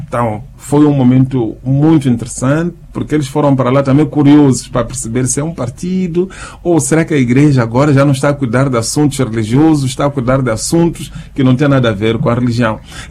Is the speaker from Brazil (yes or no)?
no; Mozambique; Então, nossa boca como moçambicanos, que anuncia a paz em todo momento